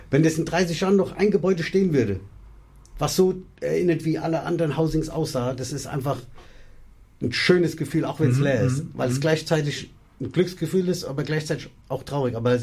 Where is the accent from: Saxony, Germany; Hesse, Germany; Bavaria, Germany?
Hesse, Germany; Frankfurt